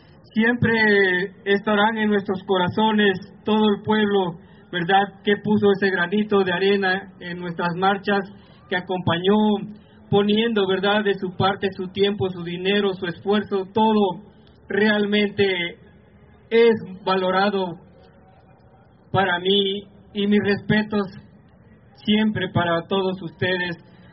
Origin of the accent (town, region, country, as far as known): Mexico